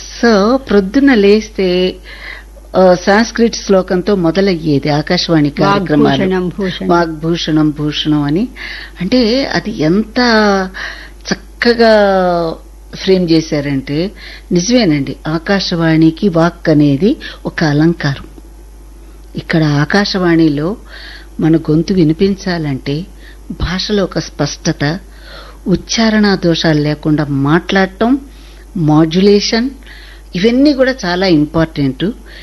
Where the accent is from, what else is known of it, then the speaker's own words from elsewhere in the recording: Vijayawada, Andhra Pradesh, India; also born or lived in Kanchikacherla; నా బాల్యం అంటే నేను పుట్టింది పెరిగింది అంతా విజయవాడ అండి.